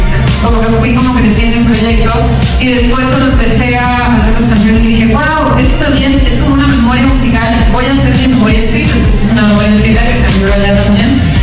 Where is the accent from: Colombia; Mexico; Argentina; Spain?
Mexico; Santa Rosa, Baja California; Baja California, de Santa Rosa. Yo sé mucho que tenía que hacer un disco de música de Baja, o sea, como música norteña.